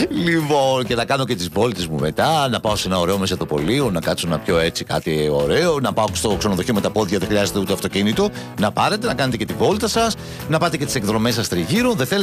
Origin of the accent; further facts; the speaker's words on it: Klepa, Western Greece, Greece; Όχι, ρε φιλαράκι. Από το χωριό μου πέρασες από την Κλεπά.